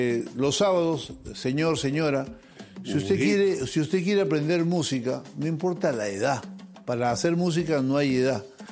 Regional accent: Peru; Pero jefe, yo soy cantante, soy peruano, vengo de un festival

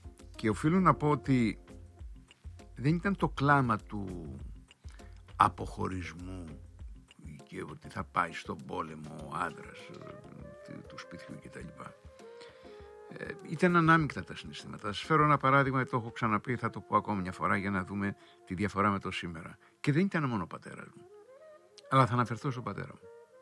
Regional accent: Crete, Greece; moved away; πήγα και έκανα εκπομπή στο χωριό μου πάνω στο οροπέδιο, ενθυμούμενος πώς έζησα το 73, 14 χρονών κοπέλι, αυτή την εισβολή.

